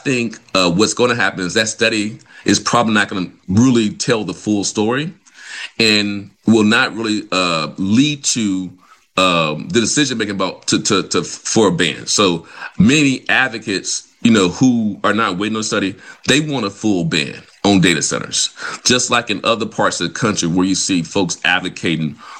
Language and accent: English; Vicksburg, Mississippi, United States; I'm from Mississippi, so I'm from Vicksburg.